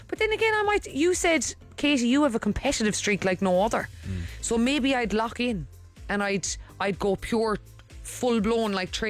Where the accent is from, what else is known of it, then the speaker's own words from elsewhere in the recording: Munster, Ireland; Oh, I'm from Kerry.